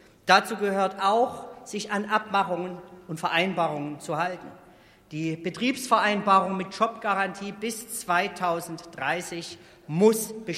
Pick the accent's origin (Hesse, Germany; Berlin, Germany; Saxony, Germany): Saxony, Germany; Zwickau; Der Automobilbau prägt meine Heimatregion Zwickau seit nunmehr über 120 Jahren.